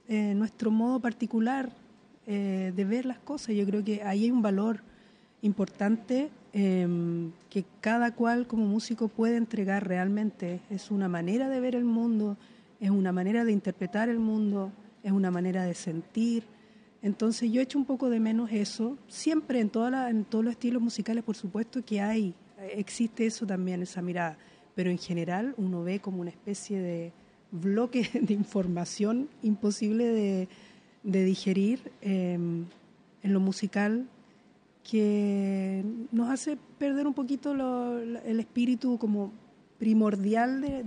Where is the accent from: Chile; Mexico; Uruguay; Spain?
Chile; esa era mi manera de conectarme con mi identidad como chilena.